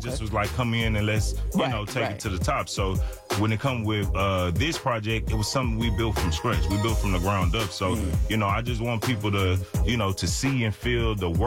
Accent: Louisiana, United States; I'm actually from Louisiana, so, you know, I kind of brought my little Louisiana vibe to it as well.

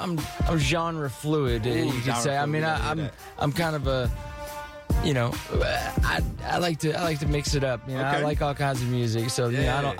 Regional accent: Kentucky, United States; where I grew up in Kentucky

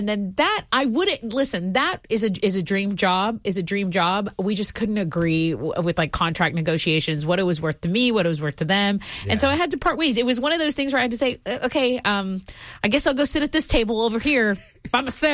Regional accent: Corpus Christi, Texas, United States; now in Houston, United States; although I was working in Burbank, I'm from Corpus Christi, which is about 3.5 hours south of here.

